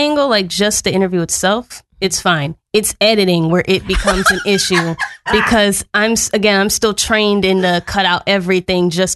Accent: Detroit, Michigan, United States; moved away as an adult; now in Muncie, Indiana, United States; I'm from Detroit, Michigan. It's about 5 hours from here.

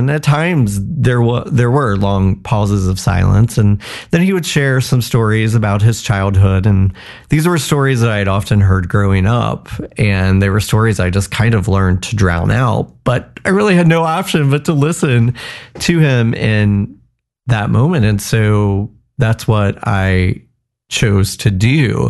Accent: Cowan, Indiana, United States; my hometown of Cowan, Indiana.

